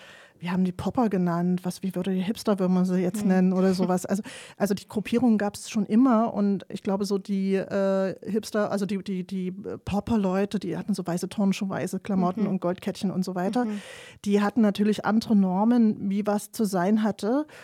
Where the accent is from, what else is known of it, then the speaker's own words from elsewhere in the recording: Leipzig, Saxony, Germany; Also ich bin ja in der DDR groß geworden und hatte dadurch natürlich eine andere Prägung.